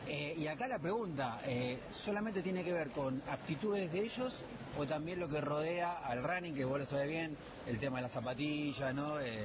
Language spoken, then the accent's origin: Spanish; Argentina